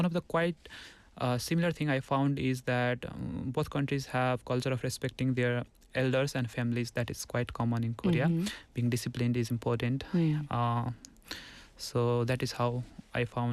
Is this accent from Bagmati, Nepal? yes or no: no; Tansen, Lumbini Province, Nepal; I was brought up in Tansen, so I miss almost everything about Tansen, like going to Srinagar Hills with my friends, and the school where I studied, and the street food that we used to have with my friends